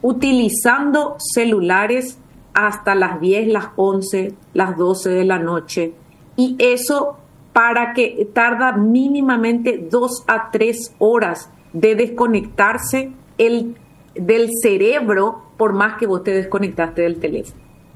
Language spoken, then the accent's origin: Spanish; Colonia Independencia, Guairá, Paraguay; moved away; Yo vengo de la Colonia Independencia. Yo terminé el colegio en la Colonia Independencia